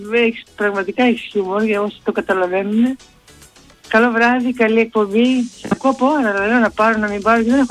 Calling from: Veria, Central Macedonia, Greece; Είμαι η κυρία από τη Βέρεια.

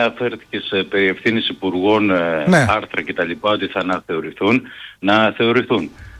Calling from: Germany; από Γερμανία μαζί με τον Δημήτρη.

